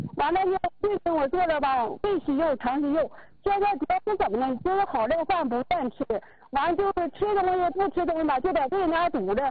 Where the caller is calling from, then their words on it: Hebei, China; 我是来自河北农村的